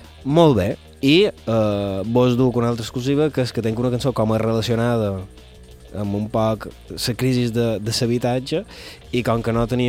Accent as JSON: {"language": "Catalan", "region": "Balearic Islands", "country": "Spain", "said": "no podem estar junts perquè som de Mallorca i no s'hi pot viure."}